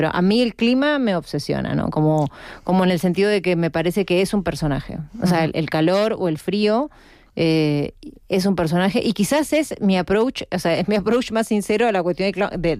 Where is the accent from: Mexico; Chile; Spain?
Spain; Madrid, Community of Madrid; somos tan madrileñas como el resto de las madrileñas, y en Madrid también se habla como hablamos nosotras, ¿no?